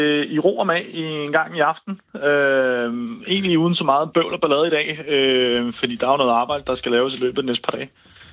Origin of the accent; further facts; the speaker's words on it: Brazil; vi som brasilianere altid tænker på, at vi starter jo først fodbold, når VM går i gang.